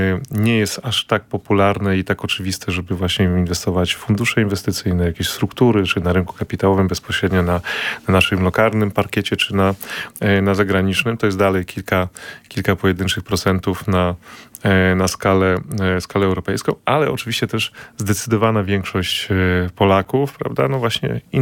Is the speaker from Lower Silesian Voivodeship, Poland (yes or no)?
yes; Lower Silesian Voivodeship, Poland; ja pochodzę z Dolnego Śląska, tam wychowywałem się w otoczeniu rodzin górników, prawda?